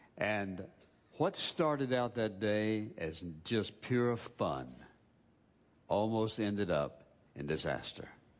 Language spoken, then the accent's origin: English; Virginia, United States; When I was 14 years of age, my best friend and I were walking along the Dan River in my hometown